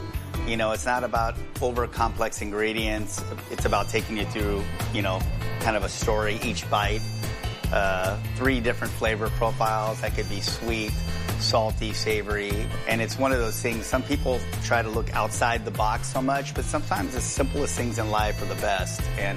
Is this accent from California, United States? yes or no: yes; Fremont, California, United States; I grew up in Fremont, California, and we lived on a farm.